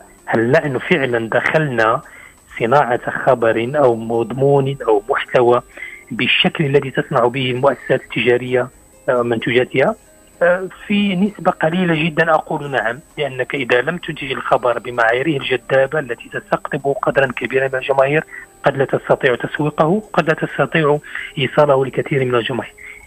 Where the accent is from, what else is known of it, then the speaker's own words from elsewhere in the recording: Morocco; عندنا في المغرب